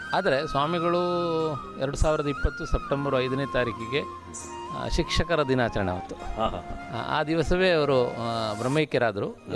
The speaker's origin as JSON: {"language": "Kannada", "region": "Karnataka", "country": "India", "tie": "born or raised there", "said": "ನಾನು ಹುಟ್ಟಿ ಬೆಳೆದದ್ದು ಇಲ್ಲಿ, ನನ್ನ ವಿದ್ಯಾಭ್ಯಾಸ ಆದದ್ದು ಇಲ್ಲಿ ಸರ್ಕಾರಿ ಶಾಲೆ ಮತ್ತು ನಮ್ಮದೇ ಆದಂಥ ಕನ್ನಡ ಮಾಧ್ಯಮ ಶಾಲೆಯಲ್ಲಿ."}